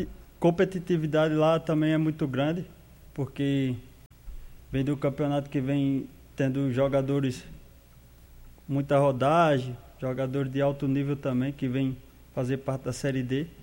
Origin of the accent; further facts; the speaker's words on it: Alagoas, Brazil; moved away; Sou de Alagoas.